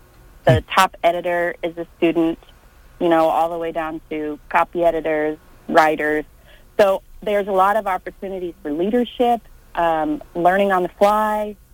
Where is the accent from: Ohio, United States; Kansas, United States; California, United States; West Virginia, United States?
Kansas, United States; Concordia; Yeah, I grew up in the 80s and 90s and grew up on a farm just west of Concordia.